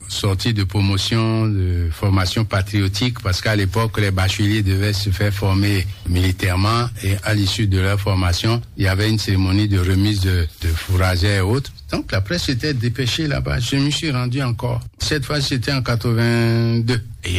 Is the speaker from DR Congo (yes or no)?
no; Benin